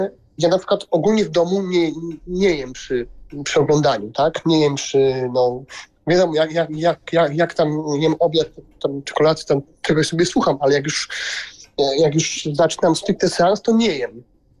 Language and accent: Polish; Silesian Voivodeship, Poland; now in Katowice, Poland; bo ja akurat jestem ze Śląska, więc tych duża aglomeracja